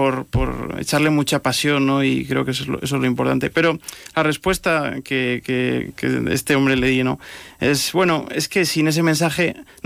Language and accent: Spanish; Navarre, Spain; nosotros, que claro, venimos de Navarra, también tierra de jotas